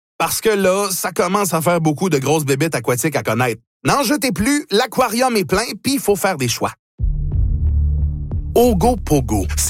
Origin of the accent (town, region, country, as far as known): Terrebonne, Quebec, Canada